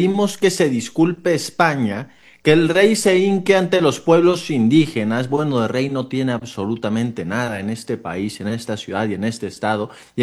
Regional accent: Mexico; Yo tengo mi pasaporte español, de hecho, tengo un abuelo español. Tengo tres nacionalidades, para los que no sepan, pero yo soy mexicano.

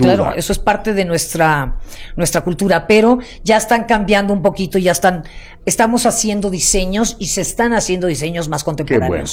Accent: Mexico City, Mexico; En mi querida Ciudad de México.

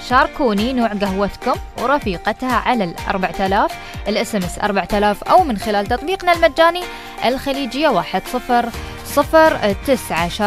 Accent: United Arab Emirates; عندنا في الإمارات

